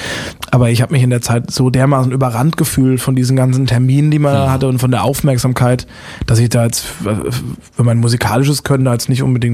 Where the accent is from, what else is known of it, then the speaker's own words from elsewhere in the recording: Busenbach, Baden-Württemberg, Germany; Aber jetzt bei mir, meinem Heimatdorf, ist es natürlich...